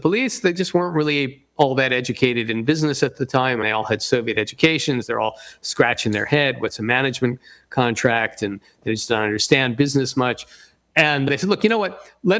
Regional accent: United States; I'm an American.

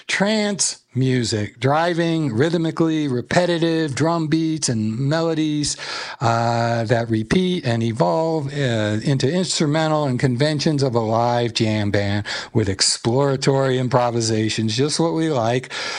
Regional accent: Philadelphia, Pennsylvania, United States; now in Las Cruces, United States; As you know, I'm from Philly originally area, but moved out here to be closer to my son in Las Cruces, New Mexico.

